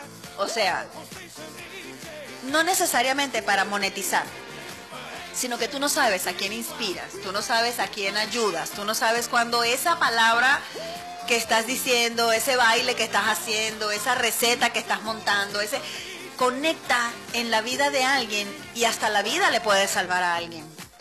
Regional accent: Venezuela; nosotros somos venezolanos. Así que somos venezolanos haciendo país aquí

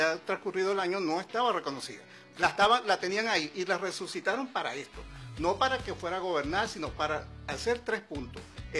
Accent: Venezuela; es el interés nuestro que se cumpla como venezolanos

